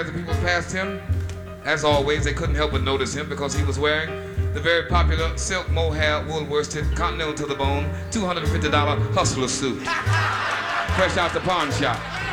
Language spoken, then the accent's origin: English; Chicago, Illinois, United States; moved away; my hometown, Chicago.